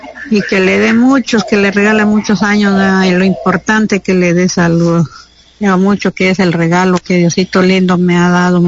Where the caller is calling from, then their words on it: Nuevo Portal, Chiapas, Mexico; aquí del Nuevo Portal